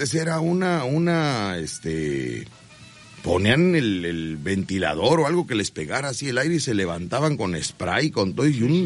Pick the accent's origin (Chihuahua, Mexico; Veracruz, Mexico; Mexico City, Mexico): Veracruz, Mexico; todos crecimos en la Huaca. Y entonces, fíjate que los que nacimos ahí